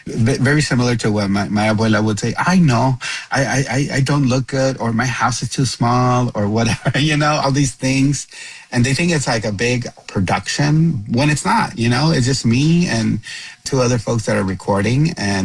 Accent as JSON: {"language": "English", "region": "Texas", "country": "United States", "tie": "born or raised there", "said": "And so for me, it's personal because I am Mexican, I'm Latino, growing up in Texas, and wanting to see my culture represented in a way that honors our communities."}